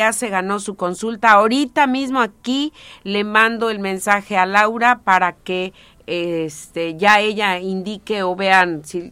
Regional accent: Mexico; Nosotros en nuestro país, México, que amo mi tierra y mi gente

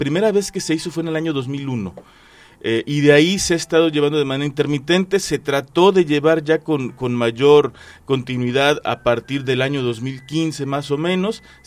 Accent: Barra de Cazones, Veracruz, Mexico; Pues yo soy también de la Barra de Cazones, allá crecí. Mi mamá allá se hizo de un espacio donde hemos ido construyendo, sí, una casa a lo largo de toda la vida.

